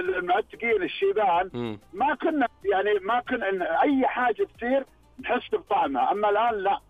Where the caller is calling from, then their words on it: Riyadh Province, Saudi Arabia; أنا من محافظات منطقة الرياض.